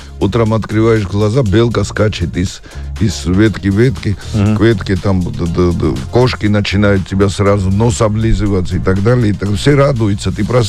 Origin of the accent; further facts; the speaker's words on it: Tbilisi, Georgia; Я тоже коренной